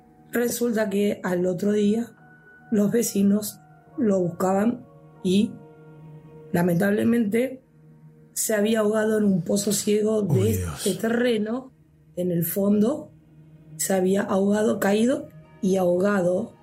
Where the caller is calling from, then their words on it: Lomas de Zamora, Buenos Aires Province, Argentina; Soy de Lomas de Zamora.